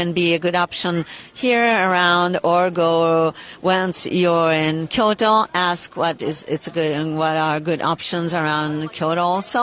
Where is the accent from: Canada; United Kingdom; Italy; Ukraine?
Italy; also born or lived in United States; I was born in the States and then raised in Italy.